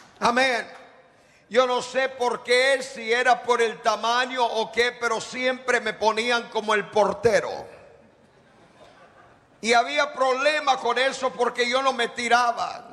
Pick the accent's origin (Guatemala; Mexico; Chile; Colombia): Guatemala; Yo crecí en Latinoamérica y uno de los deportes más favoritos es el fútbol. Veo que también les gusta aquí. Aleluya.